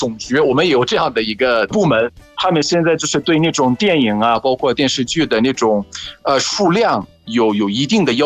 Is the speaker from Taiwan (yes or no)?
no; Egypt; Chinese is a second language; ，拜拜。